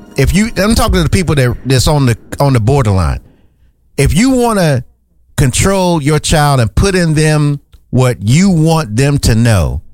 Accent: Goldsboro, North Carolina, United States; stuff to my son when I was in my hometown of Goldsboro.

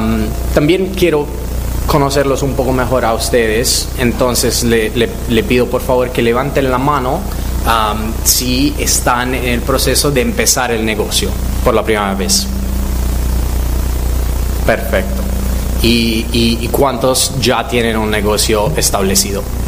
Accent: Italy; moved away as an adult; now in United States; Yo soy italiano y llevo 10 años aquí en Estados Unidos. Desde cuando me mudé a Estados Unidos

